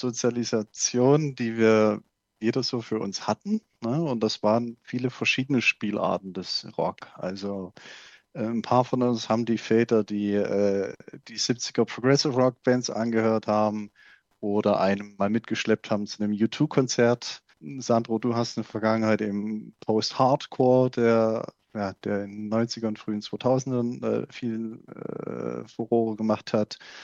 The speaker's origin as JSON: {"language": "German", "region": "Saxony", "country": "Germany", "tie": "born or raised there", "said": "unweit von meiner Heimat. nämlich der Berg Reichenbach im Vogtland."}